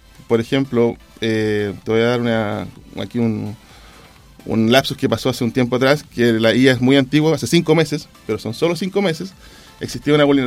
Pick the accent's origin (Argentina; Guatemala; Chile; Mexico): Chile; todos nosotros como chilenos